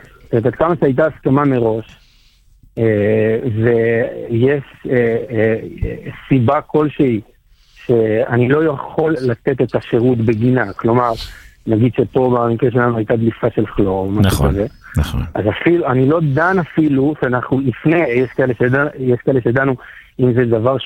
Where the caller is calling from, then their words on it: Modi'in Illit, Judea and Samaria Area, Israel; מודיעין עילית.